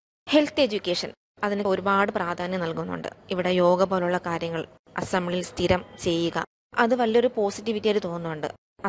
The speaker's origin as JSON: {"language": "Malayalam", "region": "Kerala", "country": "India", "tie": "born or raised there", "said": "ഞാൻ ചെറിയങ്ങാട് സ്വദേശിനിയാണ്."}